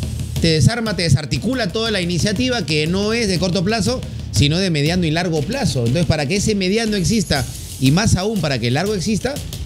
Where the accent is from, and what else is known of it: Peru